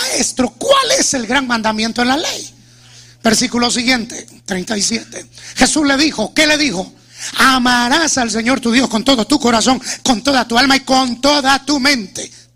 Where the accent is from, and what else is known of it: Guatemala